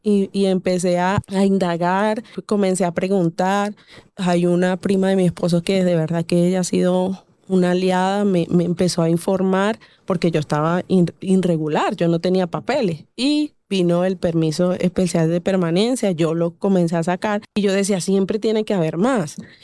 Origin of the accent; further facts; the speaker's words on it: Venezuela; now in Colombia; para mí Colombia es mi segundo hogar. No me siento ya ahorita en estos 9 años, si hay cosas que extraño de mi tierra